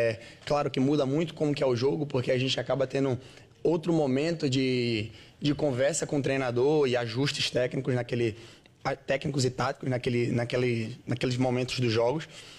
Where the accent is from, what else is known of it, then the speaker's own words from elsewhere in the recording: João Pessoa, Paraíba, Brazil; moved away; sou de João Pessoa